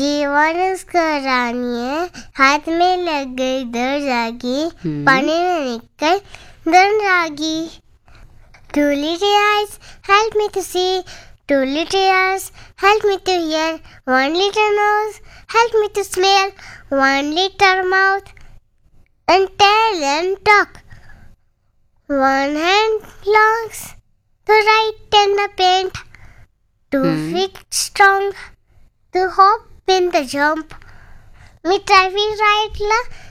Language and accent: Marathi; Maharashtra, India; कोटकण माझं गाव आहे.